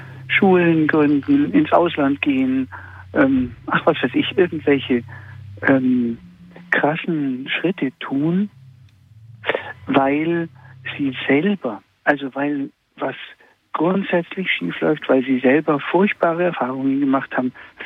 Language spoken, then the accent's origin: German; Augsburg, Bavaria, Germany; also born or lived in Hamburg; weil ich war als Augsburger 5 Jahre auch in der Nähe von Hamburg und da lernt man nicht Schafkopf, sondern Skat